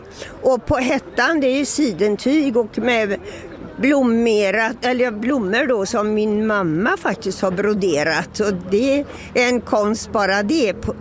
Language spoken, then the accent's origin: Swedish; Gothenburg, Västra Götaland County, Sweden; now in Västerås, Sweden; Jag kommer ursprungligen från Göteborg.